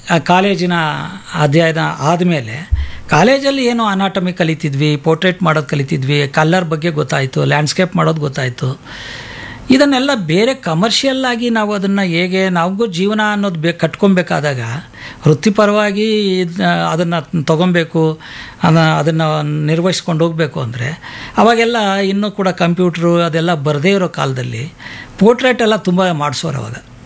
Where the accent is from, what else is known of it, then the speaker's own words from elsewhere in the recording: Tyamagondlu, Karnataka, India; ಕಾಮನ ಹಬ್ಬ ನಮ್ಮೂರಿನಲ್ಲಿ ತ್ಯಾಮಗೊಂಡ್ಲೂರಲ್ಲಿ ಕಾಮನ ಹಬ್ಬ ತುಂಬ ಫೇಮಸ್.